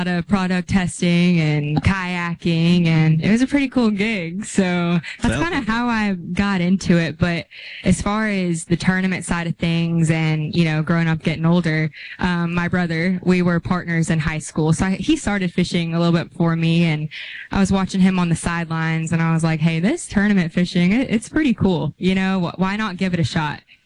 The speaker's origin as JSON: {"language": "English", "region": "Georgia", "country": "United States", "tie": "born or raised there", "said": "So I'm originally from Georgia and grew up in the outdoor fishing industry. My parents, they own a bait and tackle store, Dugout Bait and Tackle, outside of Atlanta."}